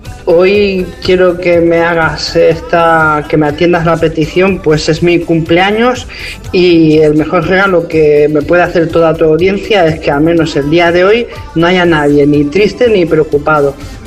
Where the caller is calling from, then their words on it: Gavà, Catalonia, Spain; Hola, María Jesús. … de Gavà, Barcelona.